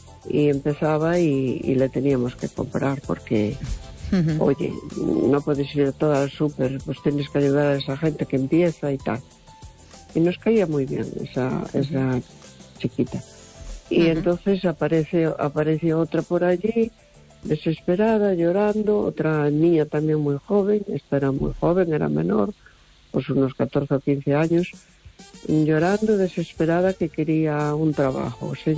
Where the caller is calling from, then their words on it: A Coruña, Galicia, Spain; de Coruña.